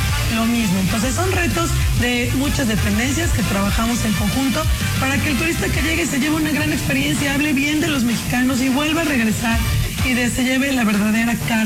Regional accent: Tlaxcala, Mexico; Uno de ellos, por ejemplo, Tlaxcala, mi tierra.

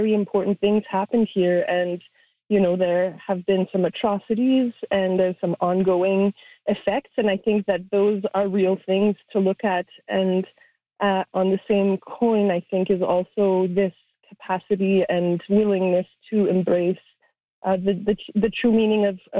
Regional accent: Manitoba, Canada; specifically Manitoba, being from the Red River, you know, my perspective of Canadian history is very from a Métis and Francophone lens

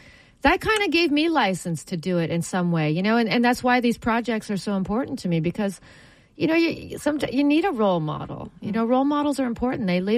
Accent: Ottawa, Ontario, Canada; Well, I'm from Ottawa, Canada. Yeah, the capital of Canada. And it's a beautiful town in Ontario. Beautiful in the Ottawa Valley. It's a gorgeous area. And, that's where I grew up.

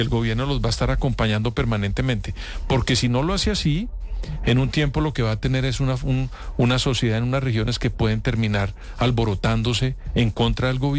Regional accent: Colombia; Lo que trato de decir es que yo como colombiano esperaría que frente al fenómeno del Niño

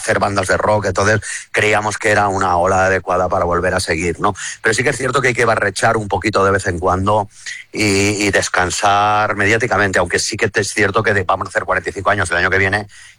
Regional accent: Benetússer, Valencian Community, Spain; ahí en mi pueblo, en Benetúser

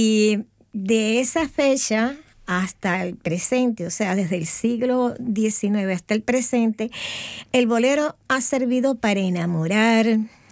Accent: Santiago de Cuba, Cuba; Si yo digo que soy santiaguera, es implícito que nací en Santiago de Cuba.

